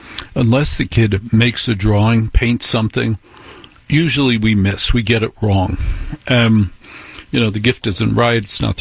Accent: New Jersey, United States; moved away; I grew up in New Jersey, where the women are in charge

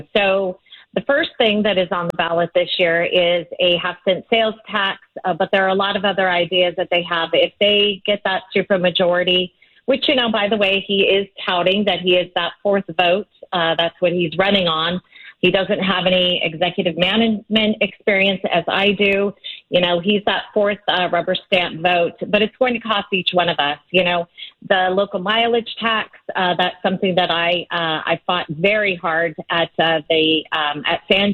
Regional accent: El Cajon, California, United States; also born or lived in Ramona, California; now in San Marcos, United States; I've lived in San Diego County nearly my whole life. I grew up in East County, Ramona and El Cajon. I'm a homegrown girl.

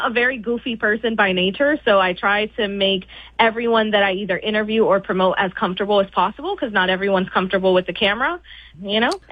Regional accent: Puerto Rico; now in New York, United States; Well, I am a Puerto Rican promoter based in the Bronx. I was born in Puerto Rico

